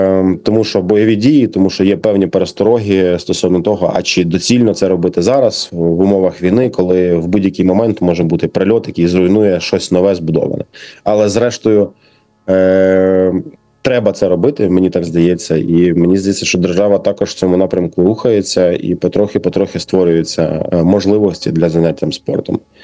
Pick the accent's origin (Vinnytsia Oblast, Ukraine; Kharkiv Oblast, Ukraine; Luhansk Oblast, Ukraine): Kharkiv Oblast, Ukraine; Kharkiv; Ми, харків'яни, точно є у Львові.